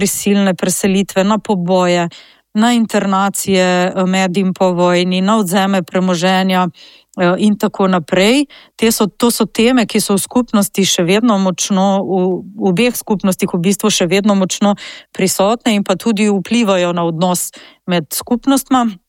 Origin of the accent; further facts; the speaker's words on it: Southeast Slovenia, Slovenia; Odraščala sem na Kočevskem v hiši, ki sta jo moja stara starša kupila konec 50-ih let, potem ko sta se na Kočevsko preselila v iskanju boljšega življenja, in sicer iz Notranjske.